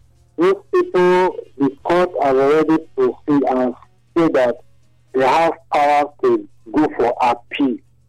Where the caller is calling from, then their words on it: Nigeria; I'm calling from Oguso.